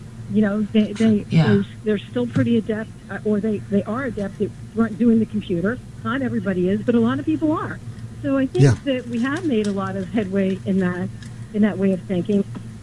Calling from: New York City, New York, United States; I live in East Harlem.

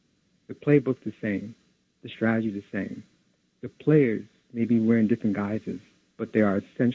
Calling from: New York City, New York, United States; from Brooklyn.

